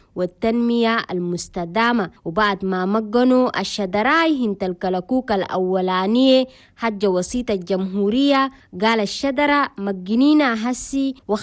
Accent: Chad; حنا بلدنا تشاد

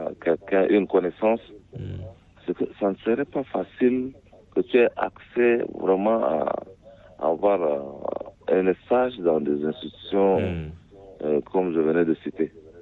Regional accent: Chad; Mais chez nous, au Tchad, ce système n'existe pas.

